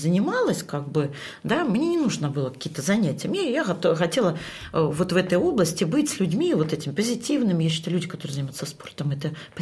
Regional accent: Siberia, Russia; тем более я с Сибири.

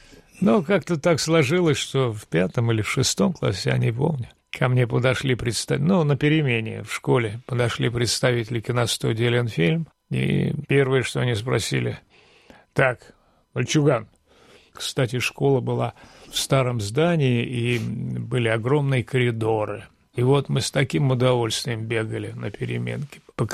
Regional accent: Saint Petersburg, Russia; Но так как у меня в паспорте написано место рождения Ленинград, я все время говорю, что нет, я ленинградец, а не санкт-петербуржец.

